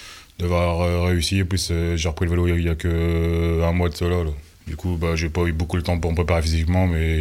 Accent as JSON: {"language": "French", "town": "Boissy-Fresnoy", "region": "Hauts-de-France", "country": "France", "said": "Boissy-Fresneau."}